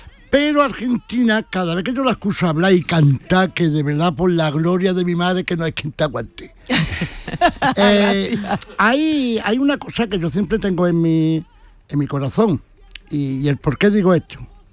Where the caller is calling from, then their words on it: Jerez de la Frontera, Andalusia, Spain; soy de Jerez